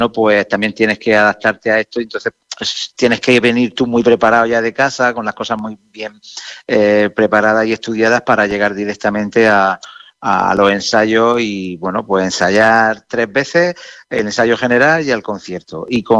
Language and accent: Spanish; Murcia, Region of Murcia, Spain; yo soy de Murcia. Yo aporto instrumentos tradicionales de la región de Murcia, que son los guitarros.